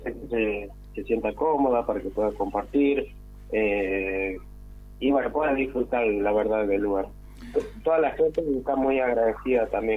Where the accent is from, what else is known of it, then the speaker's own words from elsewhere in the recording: Catamarca, Argentina; Bueno, yo soy nacido y criado en Catamarca, sí. Yo soy del norte.